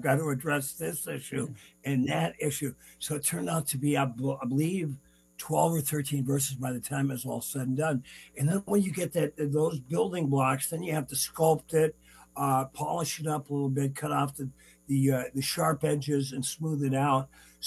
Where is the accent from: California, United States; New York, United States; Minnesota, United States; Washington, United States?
Minnesota, United States; And I grew up on the Iron Range. I'm a Iron Range prairie populist.